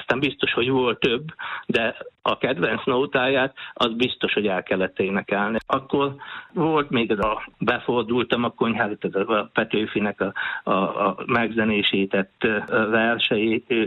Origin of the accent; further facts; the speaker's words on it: Hungary; born there; Túl kevén születtem, és itt kezdődött.